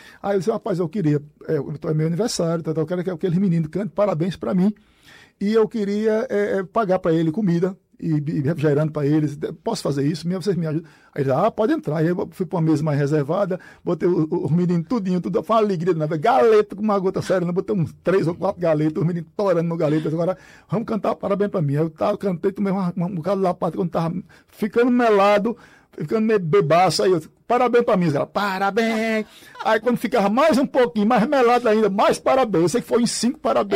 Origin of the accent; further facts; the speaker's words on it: Floresta do Navio, Pernambuco, Brazil; born there; also born or lived in Tacaratu; Eu nasci em Floresta do Navio. E fui adotado por Tacaratu, que é a cidade do meu coração, a cidade que eu amo muito, Tacaratu.